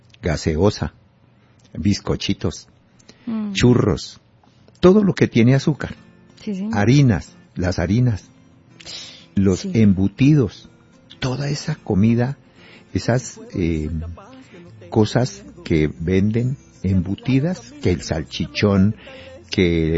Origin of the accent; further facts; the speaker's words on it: Boyacá, Colombia; Y en mi tierra Boyacá está que el plato casi se salga.